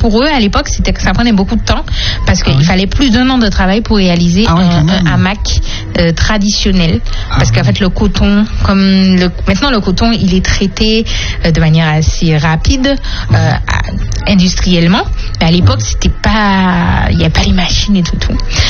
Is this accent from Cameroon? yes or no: no; French Guiana; mais il y en a un peu chez nous en Guyane.